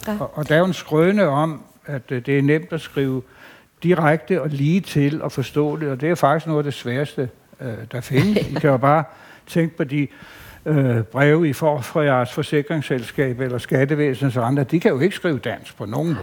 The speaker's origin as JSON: {"language": "Danish", "town": "Bogense", "region": "Region of Southern Denmark", "country": "Denmark", "tie": "born or raised there", "said": "da jeg voksede op faktisk her i Bogense jo, og jeg er født i 50, og jeg blev teenager i 60'erne."}